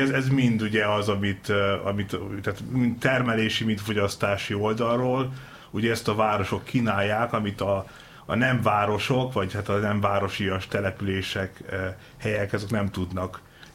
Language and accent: Hungarian; Békés, Hungary; én is egy ilyen helyről jöttem eredetileg, hogy én ilyen 5000 fős településen nőttem fel Békés megyében, és ez nem volt városias